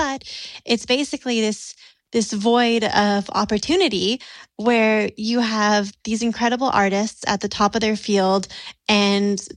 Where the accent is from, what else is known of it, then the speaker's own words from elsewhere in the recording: San Diego, California, United States; my hometown of San Diego